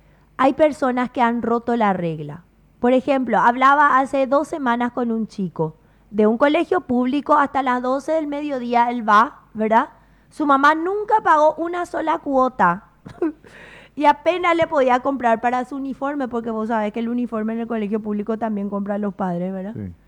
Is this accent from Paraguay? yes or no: yes; Paraguay